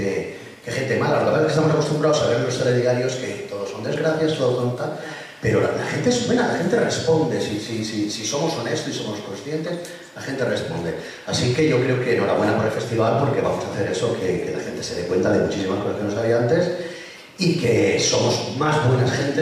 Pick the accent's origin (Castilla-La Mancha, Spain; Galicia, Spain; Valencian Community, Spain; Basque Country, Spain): Valencian Community, Spain; yo soy de Vinatusa, soy un pueblo de al lado de Valencia